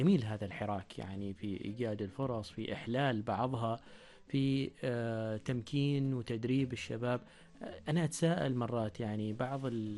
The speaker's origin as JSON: {"language": "Arabic", "country": "Oman", "said": "نحن كعمانيين"}